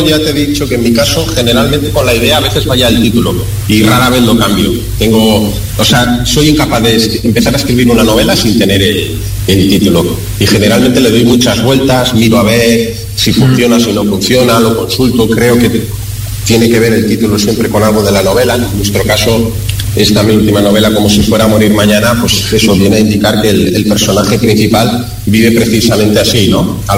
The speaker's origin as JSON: {"language": "Spanish", "town": "Errenteria", "region": "Basque Country", "country": "Spain", "tie": "born or raised there", "moved": "as an adult", "lives_now": "Barcelona, Spain", "said": "yo nací en Rentería hace..."}